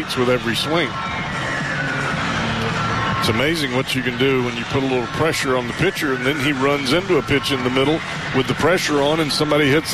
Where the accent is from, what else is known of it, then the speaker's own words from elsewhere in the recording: Hoover, Alabama, United States; accent: Southern; I grew up in Hoover.